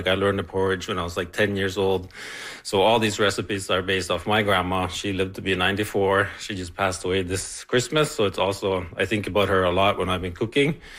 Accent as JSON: {"language": "English", "country": "Norway", "tie": "born or raised there", "said": "Yeah, so just like here, Norway is a northern country, an Arctic country, and my hometown is about the same latitude as the Kajuit, so we have the same sun."}